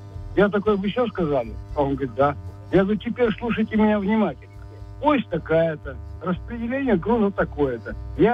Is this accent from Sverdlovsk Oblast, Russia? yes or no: yes; Krasnoufimsk, Sverdlovsk Oblast, Russia; now in Yekaterinburg, Russia; Я из Красноуфимска, Свердловской области. Но я с 79-го года в Екатеринбурге.